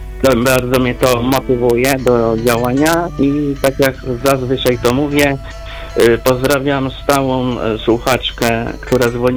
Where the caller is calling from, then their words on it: Wrocław, Lower Silesian Voivodeship, Poland; z Wrocławia.